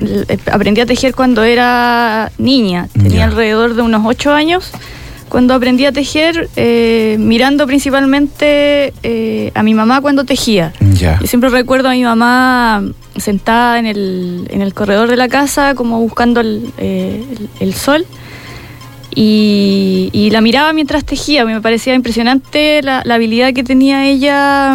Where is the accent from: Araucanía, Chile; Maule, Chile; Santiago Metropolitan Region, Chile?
Maule, Chile; Rari; yo vengo de la localidad de Rari, que queda aproximadamente 25 kilómetros desde Linares, desde la provincia de Linares, hacia la precordillera. Es un pueblo pequeño, muy conocido por la artesanía que se realiza allá, que es el tejido en crin de caballo.